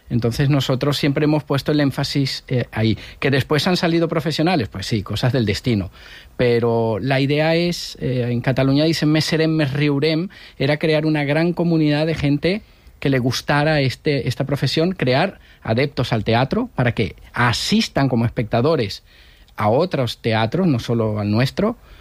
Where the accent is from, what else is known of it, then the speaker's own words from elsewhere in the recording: Venezuela; moved away as an adult; also born or lived in Barcelona; now in Valencia, Spain; Soy de ultramar, de Venezuela, por razones lógicas.